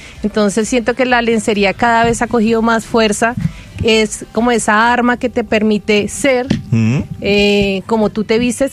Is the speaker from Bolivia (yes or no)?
no; Colombia; como acá colombiano le decimos